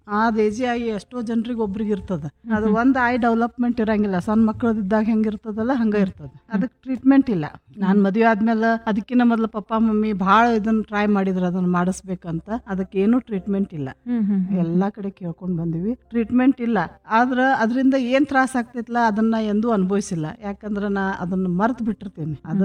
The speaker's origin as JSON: {"language": "Kannada", "town": "Munavalli", "region": "Karnataka", "country": "India", "tie": "born or raised there", "moved": "yes", "lives_now": "Belagavi, India", "said": "ನಾನು ಹುಟ್ಟಿ ಬೆಳೆದದ್ದು ಒಂದು ಹಳ್ಳಿ ವಾತಾವರಣದಲ್ಲಿ. ಆ ಹಳ್ಳಿಯಲ್ಲಿ ಕೇವಲ 10,000 ಜನ ಇರುವಂತ ಒಂದು ಹಳ್ಳಿ. ಆ ಹಳ್ಳಿ ಒಳಗಿನ ವಾತಾವರಣ ಈಗೂ ಅದು ಒಂಥರ ಕನಸು. ಈಗ ಆ ಊರಿಗೆ ಹೋದ್ರೆ ನನಗದು ಕಾಣೋದಿಲ್ಲ ಆ ಮುನ್ವಳ್ಳಿ."}